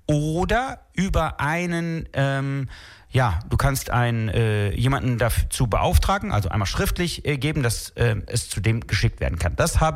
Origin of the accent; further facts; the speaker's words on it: Düsseldorf, North Rhine-Westphalia, Germany; born there; Ich bin in Gerresheim geboren.